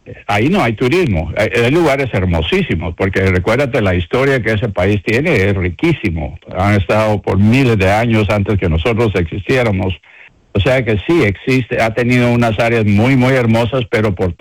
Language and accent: Spanish; United States